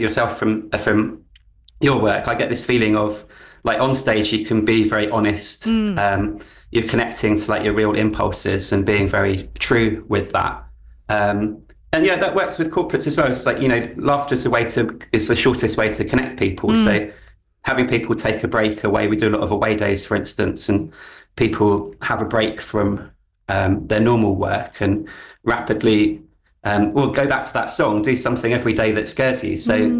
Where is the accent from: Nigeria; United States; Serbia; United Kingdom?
United Kingdom; London; I grew up in London.